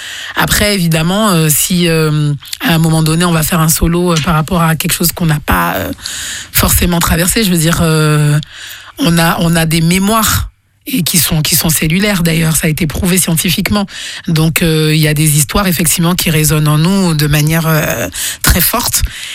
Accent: Guadeloupe, France; je suis guadeloupéenne et j'ai quand même si c'est tout petit sur le planisphère, ben... J'en suis extrêmement fière.

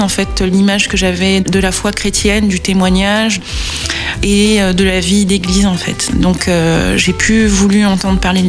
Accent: Réunion, France; also born or lived in Marseille / Valenciennes / French Guiana; je suis née à Marseille. J'ai grandi un peu à Valenciennes, un peu en Guyane et essentiellement à La Réunion.

